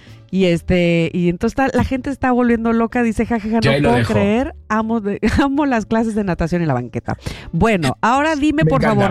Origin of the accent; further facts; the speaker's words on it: Veracruz, Mexico; Yo soy jarocha y no sé nadar.